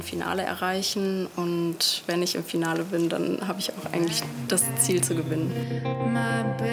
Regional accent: Waldgirmes, Hesse, Germany; Also ich komme ursprünglich aus Waldgürmis

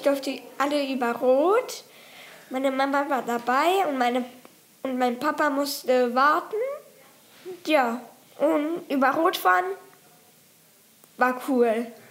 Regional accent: Oberrad, Hesse, Germany; ich komme aus Oberrad.

